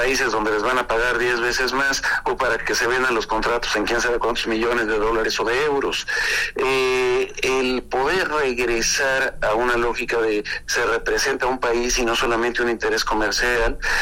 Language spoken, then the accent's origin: Spanish; Mexico